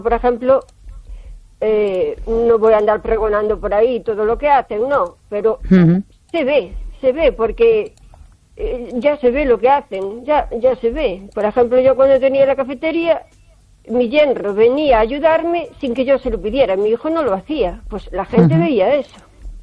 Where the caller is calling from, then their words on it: O Carballiño, Galicia, Spain; de Carballiño.